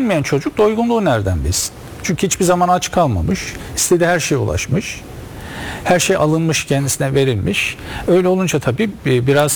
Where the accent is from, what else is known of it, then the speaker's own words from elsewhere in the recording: Rize, Turkey; Yani ben hocam söyledi, köyde büyüdüm ben. 13 yaşıma kadar köyde yaşadım.